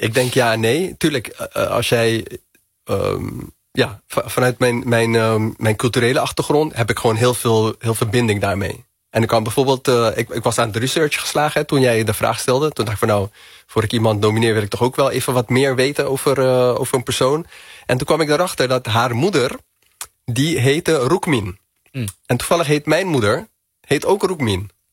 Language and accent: Dutch; Rotterdam, South Holland, Netherlands; Ik kom uit Rotterdam, maar stel je voor, er zijn Rotterdammers die op een gegeven moment emigreren.